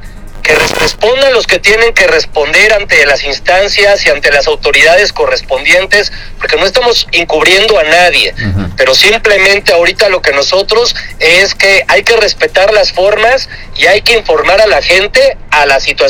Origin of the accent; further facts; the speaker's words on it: Puebla, Mexico; Pero yo te lo digo como poblano y como poblano que puede ver a todo mundo a los ojos